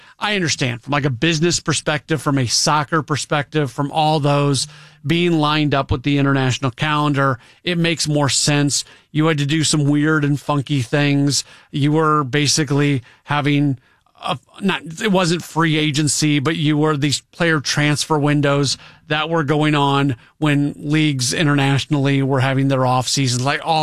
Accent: St. Louis, Missouri, United States; Growing up in St. Louis, I thought everybody loved baseball the way we did.

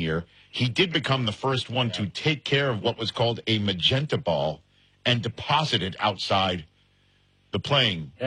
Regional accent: New York City, New York, United States; I'm from New York City. That's just up, you know, the Acela.

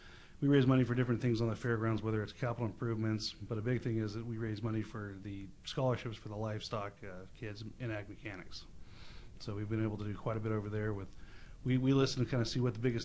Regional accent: Bakersfield, California, United States; Myself, born and raised in Bakersfield and been around Kern County for quite a while

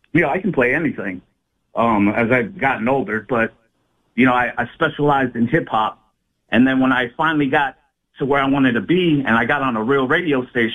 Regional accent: Florida, United States; I'm from Palm Beach County.

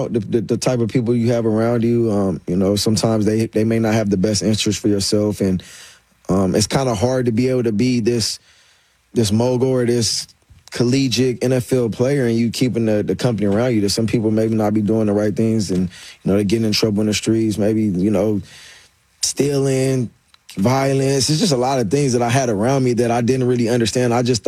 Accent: Los Angeles, California, United States; Growing up in Los Angeles, California, drug abuse, violence, I mean, it's just a lot.

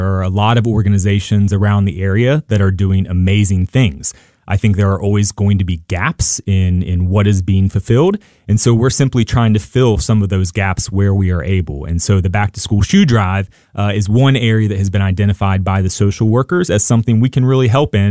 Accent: West Virginia, United States; We're all from West Virginia. Most are from Charleston specifically.

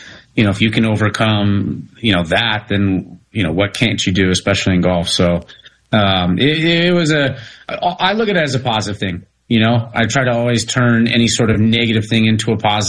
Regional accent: United States

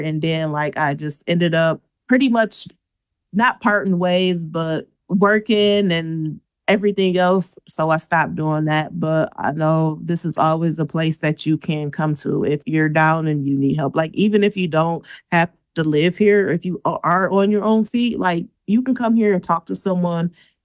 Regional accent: Michigan, United States; also born or lived in Indiana; We were living in Indiana for like 3 years. We're from Michigan

